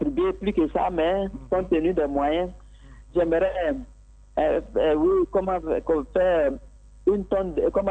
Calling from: Côte d’Ivoire; J'appelle de Bonnoir.

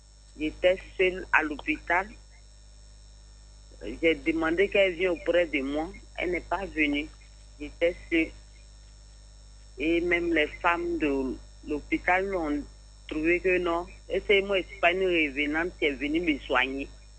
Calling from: Bingerville, Abidjan, Côte d’Ivoire; J'appelle de Bengerville.

